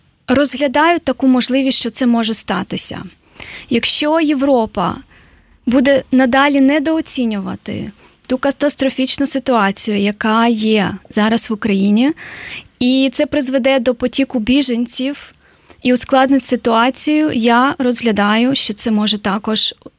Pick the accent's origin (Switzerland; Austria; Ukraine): Ukraine; So, als Ukrainer, wir bedanken uns bei Ihnen und bei Darmstadt und bei Deutschland für die Unterstützung.